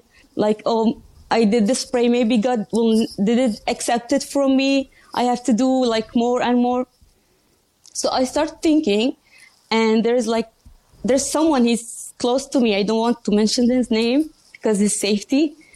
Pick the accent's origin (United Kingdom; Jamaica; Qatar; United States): Qatar; English is a second language; moved away; I had born and raised in Qatar